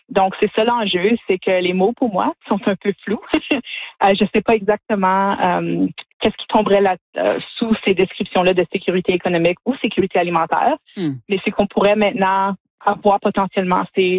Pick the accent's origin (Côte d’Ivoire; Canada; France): Canada; Sudbury, Ontario; Aussi, nous, on vient de Sudbury. Donc, c'est une ville minière où on paye encore le prix pour certaines des choses qui sont passées dans le passé.